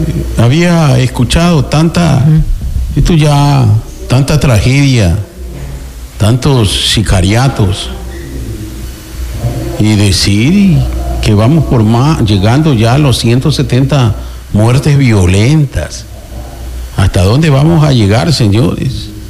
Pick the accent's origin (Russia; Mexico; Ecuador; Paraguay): Ecuador; Santa Elena; soy de Santa Elena y conozco la situación.